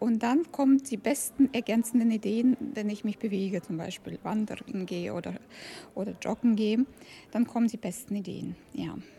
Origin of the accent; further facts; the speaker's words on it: Karlsruhe, Baden-Württemberg, Germany; ich komme aus Karlsruhe, von KIT.